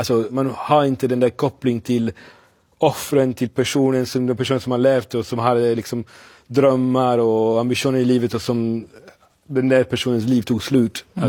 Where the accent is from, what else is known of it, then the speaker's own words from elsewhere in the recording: Sardinia, Italy; Swedish is a second language; now in Gothenburg, Sweden; Jag pratar svenska ganska bra, men jag var på semester 10 dagar på Sardinien hemma.